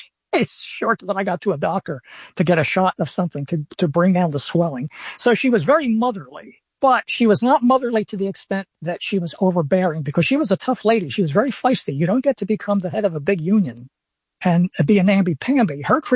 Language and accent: English; Philadelphia, Pennsylvania, United States; Now, we're both from South Philly. We're both born and raised in South Philadelphia.